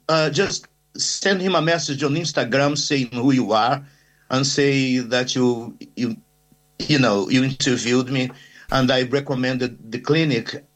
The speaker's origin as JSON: {"language": "English", "country": "Brazil", "second_language": "English", "moved": "yes", "said": "when I was 54, when they, Brazilian, and my accent was even worse than it is now, so 15 years ago."}